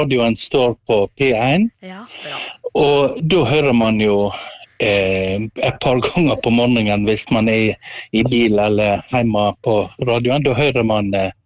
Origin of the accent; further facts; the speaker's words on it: Osterøy, Vestland, Norway; Du, jeg befinner meg på Osterøy. Jeg er født opp på Osterøy.